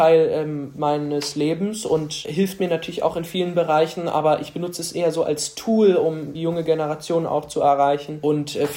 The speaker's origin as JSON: {"language": "German", "town": "Weimar", "region": "Thuringia", "country": "Germany"}